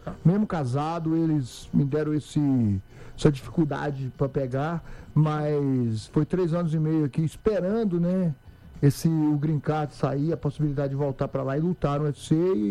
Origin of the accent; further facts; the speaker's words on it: Minas Gerais, Brazil; Eu sou do interior de Minas, eu sempre gostei de esportes, principalmente esporte de luta